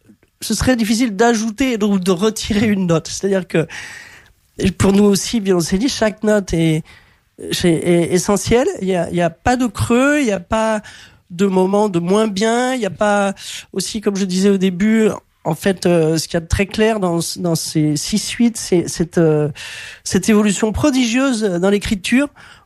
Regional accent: Lyon, Auvergne-Rhône-Alpes, France; born there; c'est une des premières danses que j'ai apprises quand j'étais petite au Conservatoire de Lyon

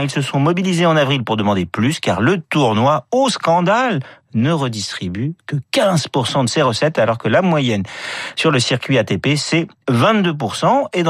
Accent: Paris, Île-de-France, France; Je suis parisien.

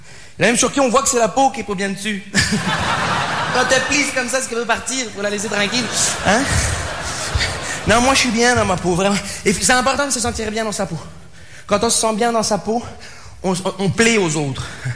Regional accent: Montreal, Quebec, Canada; Bonsoir, je me présente … je viens de Montréal.

